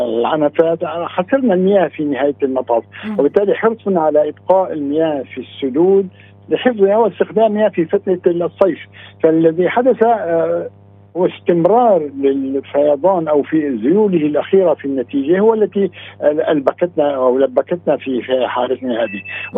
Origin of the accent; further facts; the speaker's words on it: Aleppo, Aleppo Governorate, Syria; نحن عندنا في حلب